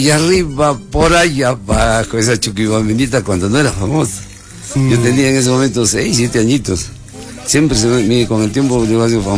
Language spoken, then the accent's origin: Spanish; Arequipa, Peru; Porque estaba cerca donde yo estuve en Orcopampa. Y mi padrino de bautizo, el señor Luis Málaga, por tu carrero, es de Andagua. Entonces yo vengo de esa zona.